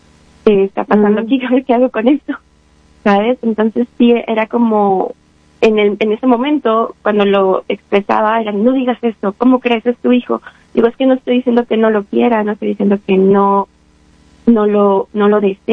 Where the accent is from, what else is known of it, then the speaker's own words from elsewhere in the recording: Apizaco, Tlaxcala, Mexico; Bueno, soy mexicana del estado de Tlaxcala, es el estado más chiquito que se encuentra en la República Mexicana, en la ciudad de Apizaco.